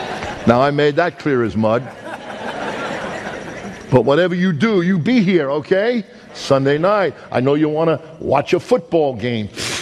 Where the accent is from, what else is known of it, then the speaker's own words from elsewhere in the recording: New York, United States; I'm a New Yorker.